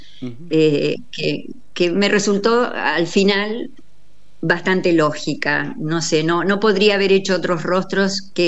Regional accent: La Bulalle, Córdoba, Argentina; born there; Yo soy cordobesa, pero sin acento porque vengo del sur. Nací en La Bulalle, provincia de Córdoba.

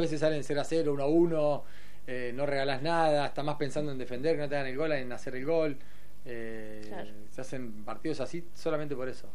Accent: Rosario, Santa Fe, Argentina; moved away as an adult; Yo que soy de Rosario y me vine acá a los 19 años

